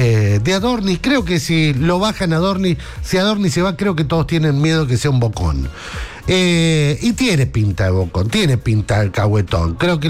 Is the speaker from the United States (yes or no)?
no; Argentina; Pero ¿cómo somos los argentinos también en eso?